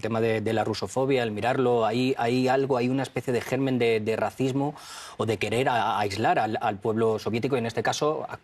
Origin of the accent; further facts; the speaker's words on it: Spain; Yo como español estaría asustado si mi gobierno apoya o cómo está apoyando o está dando armamentos a Kiev